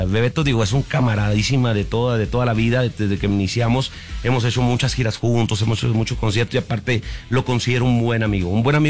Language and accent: Spanish; Chihuahua, Mexico; moved away as an adult; now in Mexico City, Mexico; yo para empezar no soy de Sinaloa, yo soy de Chihuahua, entonces ya cantamos un poquito más matizado, más diferente